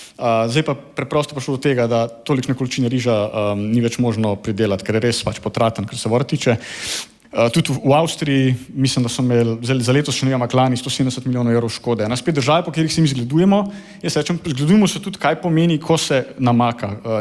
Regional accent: Kranjska Gora, Upper Carniola, Slovenia; Jaz recimo prihajam z Kranjske Gore

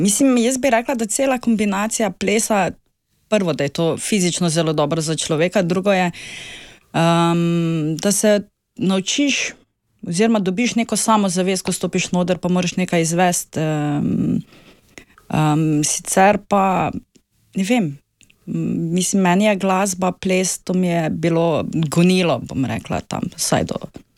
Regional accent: Kostanjevica na Krki, Lower Carniola, Slovenia; moved away as an adult; also born or lived in Novo Mesto; now in Styria, Slovenia; Dolenjske Benetke, Kostanjevica na Krki, osnovna šola Jožeta Gorjupa, to je bilo prvih 8 let šolanja, potem Novomeška gimnazija.

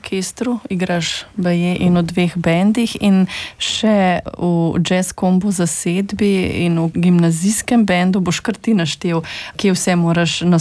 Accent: Ljubljana, Central Slovenia, Slovenia; Jaz, ki sem iz Ljubljane

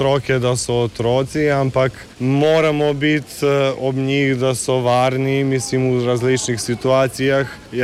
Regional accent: Serbia; moved away as an adult; now in Slovenia; ker sem iz Srbije in sem prišel pred 9 meseci

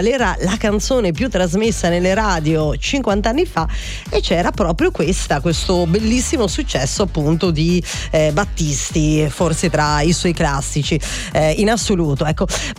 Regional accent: Friuli-Venezia Giulia, Italy; quella terra, che è anche la mia terra in realtà, e che in qualche modo secondo me ha segnato anche chi è nato quell'anno, perché tutti noi che siamo nati nel 1976 siamo sempre chiamati come quelli nati l'anno del terremoto in Friuli Venezia

